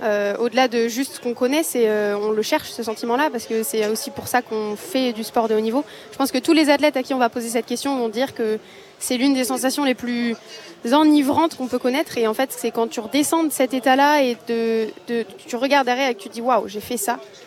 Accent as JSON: {"language": "French", "town": "Nice", "region": "Provence-Alpes-Côte d'Azur", "country": "France", "tie": "born or raised there", "said": "Je suis née à Nice, effectivement. Je suis niçoise d'origine."}